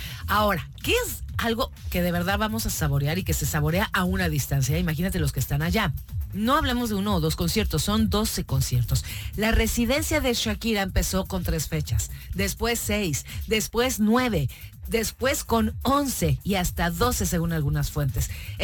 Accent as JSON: {"language": "Spanish", "country": "Mexico", "said": "todo el año soy mexicana"}